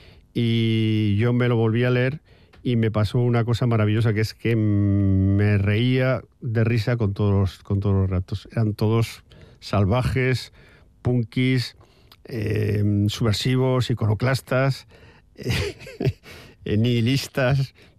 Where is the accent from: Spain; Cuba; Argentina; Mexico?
Spain; En la España de finales de los 70, en la España que yo fui crío, o sea, joven, yo tenía 17 años, en el 79